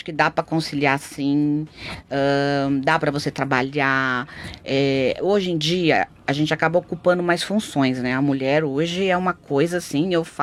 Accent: Ilhabela, São Paulo, Brazil; eu fui criada na Ilha Bela, né? Então, assim, fui criada com a natureza.

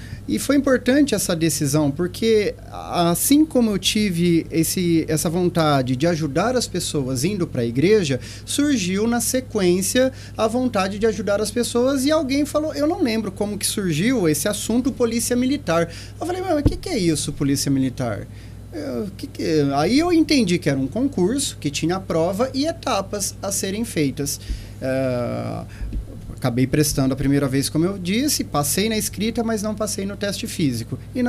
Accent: Jaboticabal, São Paulo, Brazil; Eu sou de Jaboticabal, nascido, criado lá. Tenho 35 anos de idade. E o único período da minha vida em Jaboticabal que eu fiquei fora da cidade foi no momento em que eu entrei na Polícia Militar.

